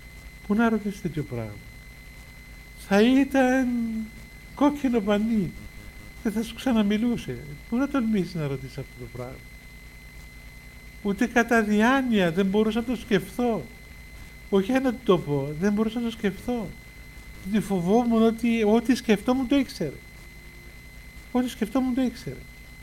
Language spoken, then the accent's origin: Greek; Cyprus; moved away as an adult; also born or lived in Mount Athos; εγώ ήμουν από την Κύπρο και ήταν πολύ κρύο εκεί που μέναμε.